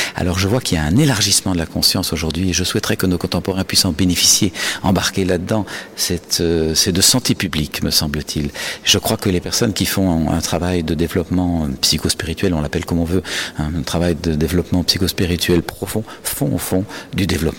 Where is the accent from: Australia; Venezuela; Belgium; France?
Belgium; Moi, je viens de Belgique. J'ai pas eu le moindre attentat, pas de champ de mine. On est en paix depuis 70 ans.